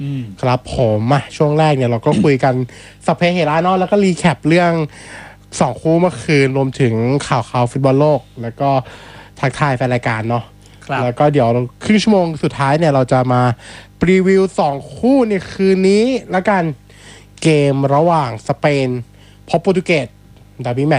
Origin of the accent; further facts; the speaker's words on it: Lam Luk Ka, Pathum Thani, Thailand; also born or lived in Min Buri, Bangkok; ผมเนี่ยเป็นคนลำลูกกาแต่ว่าลูกครึ่งเนี่ยหมายความว่าไงผมต้องมีเชื้อสายอื่นไหม ผมเป็นคนลำลูกกาใช่